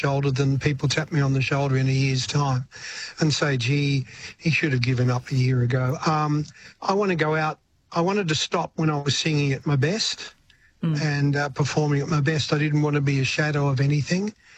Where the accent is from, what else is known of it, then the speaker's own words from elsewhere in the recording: Australia; I sort of am. I am Australian.